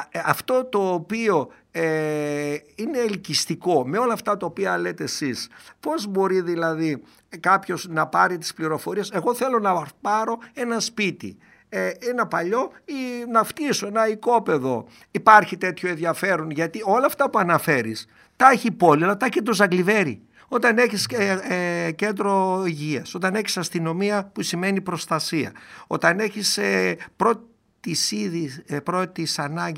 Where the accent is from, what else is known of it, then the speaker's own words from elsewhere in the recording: Greece; ως Έλληνας ενεργός πολίτης